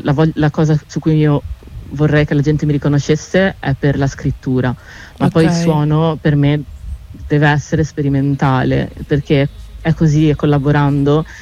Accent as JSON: {"language": "Italian", "country": "Morocco", "second_language": "Italian", "said": "mi piace prendere un po' di suoni dalle esperienze che ho avuto sia in Olanda che in Marocco, che è il mio paese d'origine, che in Italia."}